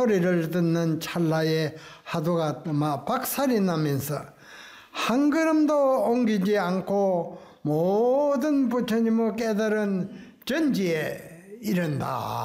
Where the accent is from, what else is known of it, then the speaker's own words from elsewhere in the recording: Namhae, South Gyeongsang, South Korea; born there; 산성은 경남 그 남해 남해 절이지요. 들어오는 입구의 그 마을에서 태어났습니다.